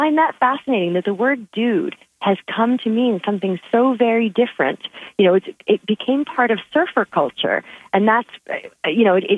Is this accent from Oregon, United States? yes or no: no; Key West, Florida, United States; I grew up in Key West in Florida, and you only would ever wear shorts.